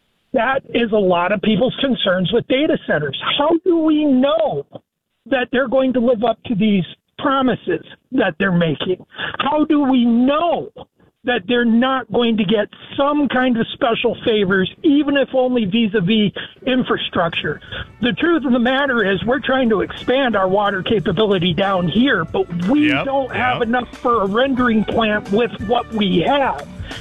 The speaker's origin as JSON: {"language": "English", "region": "South Dakota", "country": "United States", "tie": "born or raised there", "said": "This may not all apply here in my home state of South Dakota"}